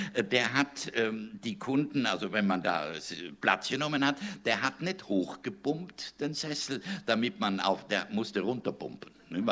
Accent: Trentino-Alto Adige, Italy

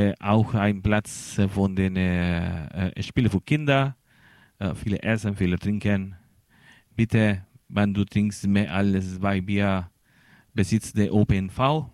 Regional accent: Chile; German is a second language; now in Germany; Ja, die Completo bei uns in Chile ist wie hier die Bratwurst.

